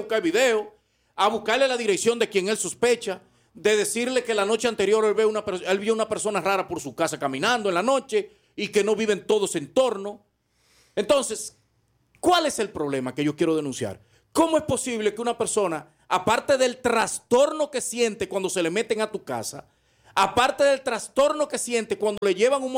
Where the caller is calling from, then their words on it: Valverde, Dominican Republic; como yo no vivo en Constanza, yo no vivo en Bonao, en Pedernales, en Barahona, yo voy a hablar de mi provincia de Valverde, que es lo que yo conozco.